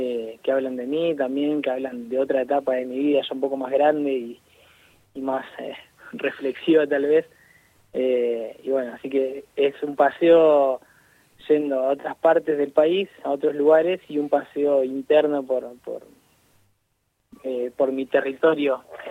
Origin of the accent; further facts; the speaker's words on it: Bajada del Agrio, Neuquén, Argentina; now in Zapala, Argentina; Soy de Bajada del Agrio.